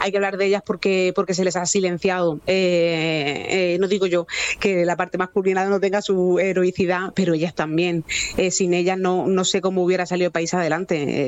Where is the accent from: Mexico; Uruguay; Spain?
Spain; Cieza, Region of Murcia; now in Murcia, Spain; quizá también haya un poquito de murciano, porque yo, aunque soy de Cieza, también llevo